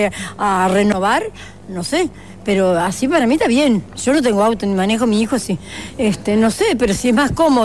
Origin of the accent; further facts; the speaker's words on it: Maldonado, Uruguay; Yo soy de Maldonado toda la vida, tengo 88 años.